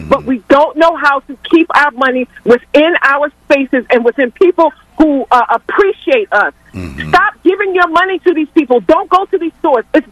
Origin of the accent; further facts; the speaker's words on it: Philadelphia, Pennsylvania, United States; Where I grew up in Chestnut Hill